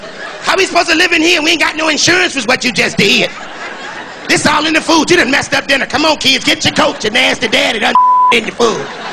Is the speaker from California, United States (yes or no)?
no; Chicago, Illinois, United States; You see, I'm from the Midwest. I'm from Chicago. That's right, the Chi-Town where we party at.